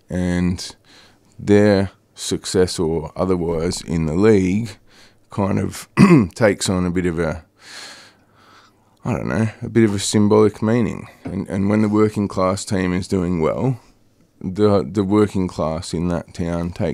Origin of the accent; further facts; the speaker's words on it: Newcastle, New South Wales, Australia; growing up in Newcastle, that's rugby league is the sort of the more dominant football code up in New South Wales.